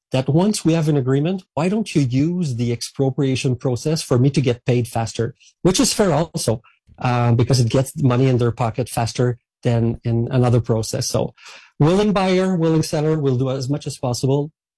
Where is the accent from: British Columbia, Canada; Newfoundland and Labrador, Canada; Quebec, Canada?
Quebec, Canada; Saint-Hyacinthe; I come from a farmer region myself. I was raised in Saint-Hyacinthe, which is the capital of the agricultural world in Quebec. So I know that reality. And in my hometown, there was two highways and one rail.